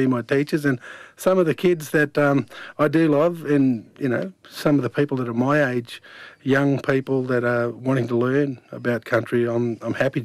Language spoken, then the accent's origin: English; Walgett, New South Wales, Australia; born there; also born or lived in Dubbo; I grew up in Walgett, New South Wales. It's right up in the corner country on near the border of Queensland and New South Wales, sort of halfway across that great expanse of that border in the north.